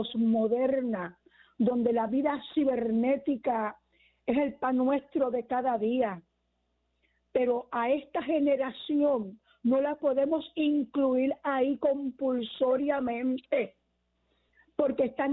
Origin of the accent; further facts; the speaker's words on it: Puerto Rico; nuestra esencia como puertorriqueños, como cristianos.